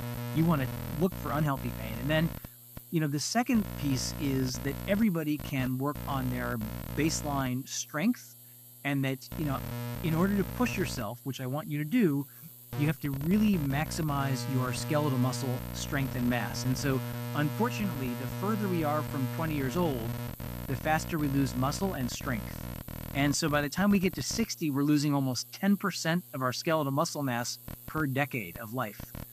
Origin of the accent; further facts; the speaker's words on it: Kansas City, United States; He was a pediatrician who took care of so many thousands of kids in my hometown of Kansas City.